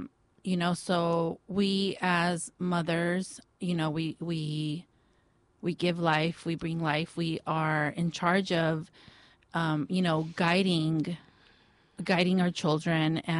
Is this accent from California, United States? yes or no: yes; Oxnard, California, United States; my identity as a brown girl growing up in Oxnard